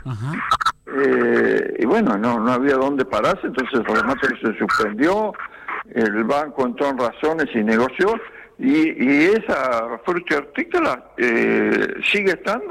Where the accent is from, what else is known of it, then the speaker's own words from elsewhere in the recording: Salto, Buenos Aires Province, Argentina; Yo soy de Salto.